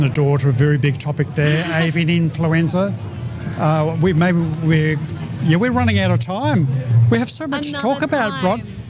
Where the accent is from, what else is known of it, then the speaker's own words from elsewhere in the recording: Australia; born there; being an Australian boy, used to them being swooped.